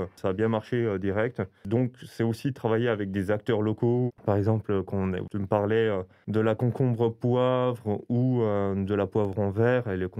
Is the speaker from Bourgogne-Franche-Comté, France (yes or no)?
yes; Belfort, Bourgogne-Franche-Comté, France; now in Strasbourg, France; je viens de Belfort. Du coup, l'Alsace n'est pas très loin de Belfort. Je me suis installé à Strasbourg un peu comme ça, j'ai posé mes valises. Et j'ai posé mes valises dans le quartier du Neudorf.